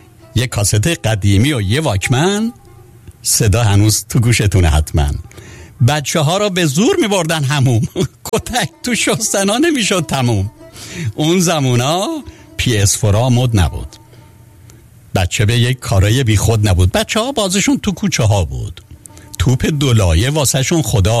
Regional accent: Iran; born there; moved away; یاد ایران بخیر، یاد زادگاهمون بخیر،

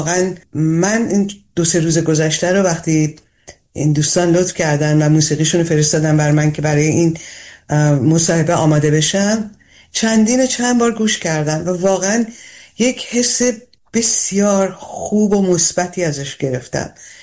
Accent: Iran; به عنوان یک ایرانی در شرایط فعلی که ما درش قرار گرفتیم

